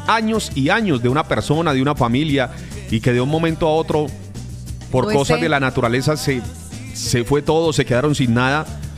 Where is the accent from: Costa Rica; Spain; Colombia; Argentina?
Colombia